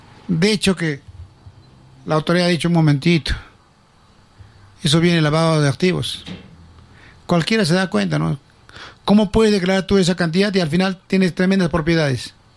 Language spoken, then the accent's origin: Spanish; Tiabaya, Arequipa, Peru; porque soy de Tía Valla. Nací en Tía Valla. Tengo mi partido de Tía Valla.